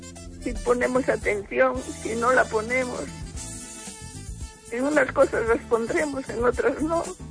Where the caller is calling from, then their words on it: Ourense, Galicia, Spain; de Orense